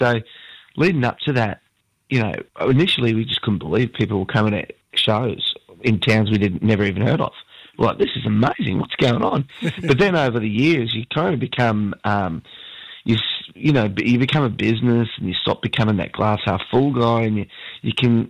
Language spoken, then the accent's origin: English; Rockhampton, Queensland, Australia; growing up in Rocky